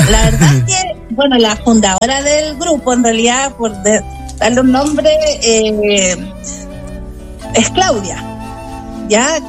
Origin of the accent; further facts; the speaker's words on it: Concepción, Biobío, Chile; moved away; yo soy oriunda de Concepción